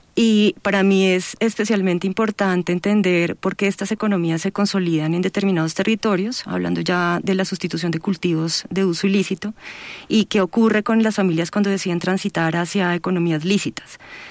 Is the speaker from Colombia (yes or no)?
yes; Leticia, Amazonas, Colombia; yo soy de Leticia, del Amazonas